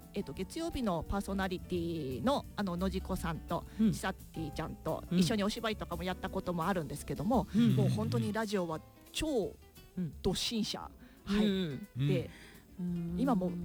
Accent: Mito, Ibaraki, Japan; もう水戸生まれ水戸育ちの生粋の水戸っ子でございますんで、

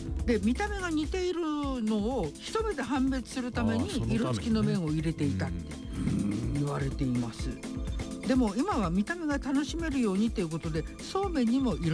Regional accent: Hiroshima, Japan; now in Mito, Japan; あ、私やっぱり広島育ちだから、

